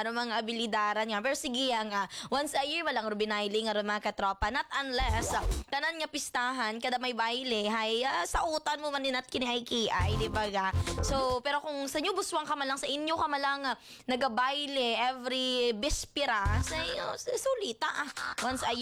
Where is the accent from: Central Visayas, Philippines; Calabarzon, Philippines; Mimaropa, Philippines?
Mimaropa, Philippines; New Busuanga; Ay, sa mga nagakota na di karon, yes, taga New Busuang ako, pero ito kami sa mga yung kabihasnan.